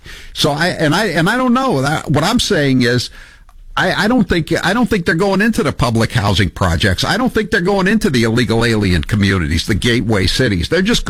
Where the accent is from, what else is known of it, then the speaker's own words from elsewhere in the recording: Maine, United States; born there; now in Massachusetts, United States; I was born in Maine. Everybody else was born in Massachusetts.